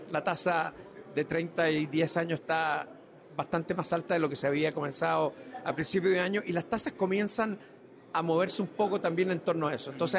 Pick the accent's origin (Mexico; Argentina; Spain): Spain; nosotros que somos españoles también